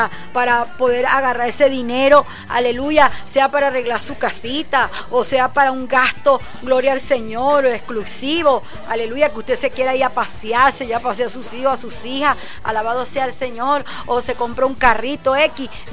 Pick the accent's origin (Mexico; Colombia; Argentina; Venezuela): Venezuela; cuando nosotros amamos el país de Venezuela, amamos nuestro país donde nacimos, donde nacieron nuestros hijos, donde está nuestra familia